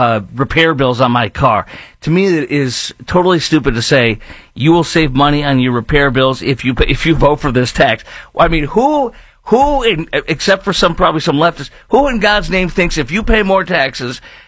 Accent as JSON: {"language": "English", "town": "Chicago", "region": "Illinois", "country": "United States", "lives_now": "Dallas-Fort Worth, United States", "said": "but I live in Dallas-Fort Worth, I am from Chicago, and I've seen a lot of bad frickin' roads"}